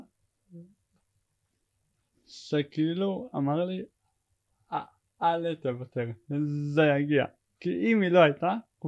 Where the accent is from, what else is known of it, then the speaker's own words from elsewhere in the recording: Judea and Samaria, Israel; now in Yavne, Israel; אני מהשומרון. אני גר עכשיו ביבנה, יש לי דירה עם משותפים.